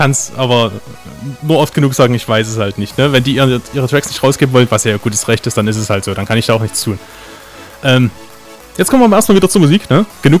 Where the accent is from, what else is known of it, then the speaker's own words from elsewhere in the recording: East Germany, Germany; Ist schwierig als Ostdeutscher auszusprechen.